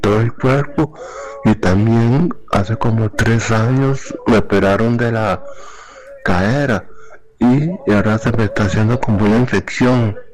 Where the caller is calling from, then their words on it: Desamparados, San José, Costa Rica; vivo en Desamparados